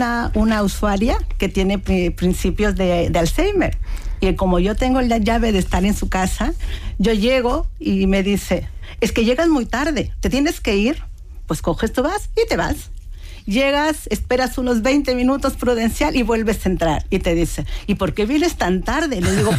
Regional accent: Peru; Soy de Perú.

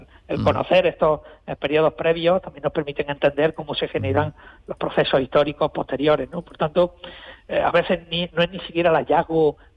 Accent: Almería, Andalusia, Spain; cómo somos los almerienses en este caso

